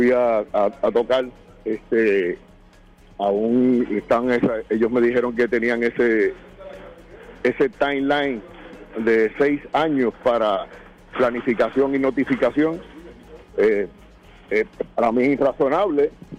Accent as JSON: {"language": "Spanish", "country": "Puerto Rico", "said": "Así que como puertorriqueños, independientemente de la ideología"}